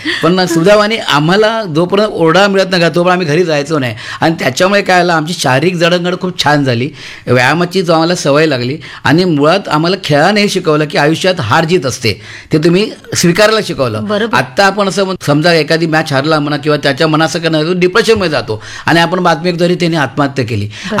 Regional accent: Mumbai, Maharashtra, India; मी ज्या भागात वाढलो, लालबाग परळ, मला माझ्या काकांनी 5 वर्षात असताना मुंबईला आणलं

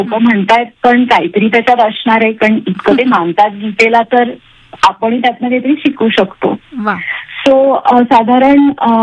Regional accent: Maharashtra, India; first language Marathi; मग मला लक्षात आलं की नाही मी महाराष्ट्रीयन आहे आणि मराठी ही माझी मातृभाषा आहे त्यामुळे मी मराठीतही व्हिडिओज केले.

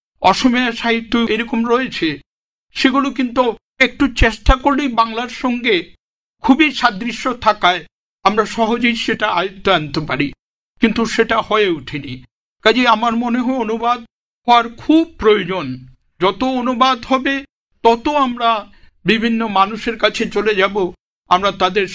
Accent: Assam, India; moved away as an adult; now in Kolkata, India; অসমে জন্ম, অসমে পড়াশোনা, সমস্ত কিছু অসমে হওয়া সত্ত্বেও

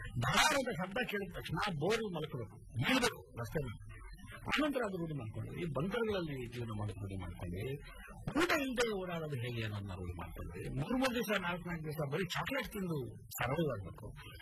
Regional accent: South India, India; now in Bangalore, India; ನಾನು ಬೆಂಗಳೂರಿಂದ ಬಂದಿದ್ದೀನಿ, ಆಮೇಲೆ ಸೌತ್ ಇಂಡಿಯನ್

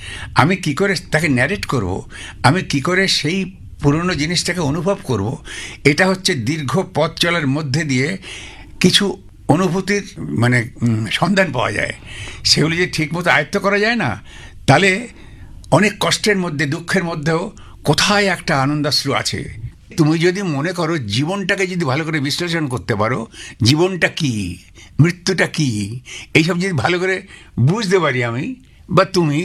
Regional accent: Jessore, Khulna Division, Bangladesh; also born or lived in Beleghata, Kolkata; now in Kolkata, India; মানে আমার কলকাতায় আসা পর্যন্ত। আমার বাবার বাপের বাড়ি ছিল আলাদা, আমার জন্ম হয়েছিল বেলেঘাটায়, আচ্ছা মামা বাড়িতে, বাবার বাপের বাড়ি ছিল যশোরে, সেইখানে এই দিদা, তার কোলে আমি মানুষ হচ্ছি

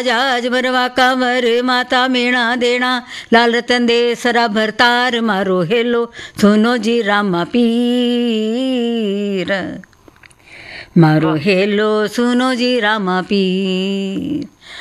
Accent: North India, India; तो देखिए, मैं तो नॉर्थ इंडियन हूँ

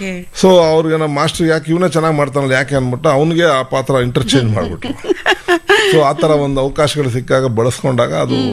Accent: Hundrabalu, Karnataka, India; ಈಗ ಚಾಮರಾಜನಗರ ಜಿಲ್ಲೆ ಕೊಳ್ಳೇಗಾಲ ತಾಲೂಕು ಹುಂಡ್ರಬಾಳು ಆಗಿದೆ. ಆ ಸಮಯದಲ್ಲಿ 7th ವರೆಗೂ ನಮ್ಮೂರಲ್ಲೇ ಸ್ಕೂಲ್ ಇತ್ತು.

